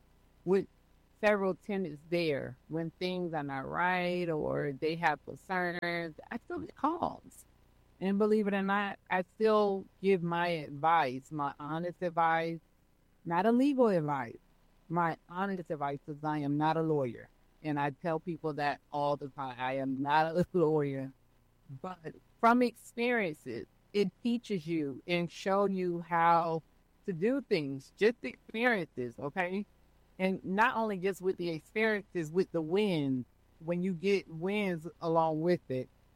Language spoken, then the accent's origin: English; Miami-Dade County, Florida, United States; moved away as an adult; now in Crawford County, Georgia, United States; I am from Miami-Dade County. All my life, and I just recently moved to Georgia about four and a half years ago now. And I am in Crawford County, unfortunately, and thank God. But I live in Crawford County in Georgia